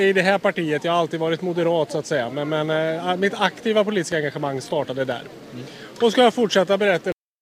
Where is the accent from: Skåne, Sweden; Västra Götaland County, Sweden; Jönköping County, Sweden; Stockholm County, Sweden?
Västra Götaland County, Sweden; Mariestad; Jag är från Mariestad.